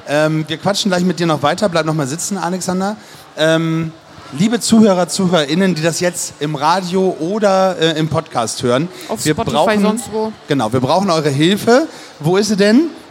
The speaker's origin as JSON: {"language": "German", "region": "Northern Germany", "country": "Germany", "moved": "yes", "said": "Wir kommen ja von der Küste."}